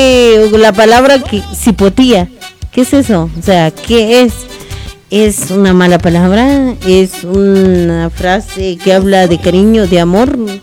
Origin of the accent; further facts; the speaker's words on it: Guatemala